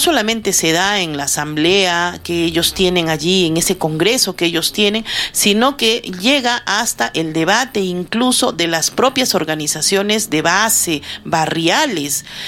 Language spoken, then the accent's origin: Spanish; Peru